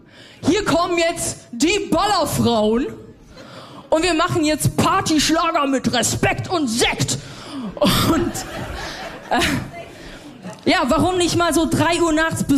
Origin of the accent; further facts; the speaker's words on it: Bavaria, Germany; moved away; aber ich bin in Bayern groß geworden.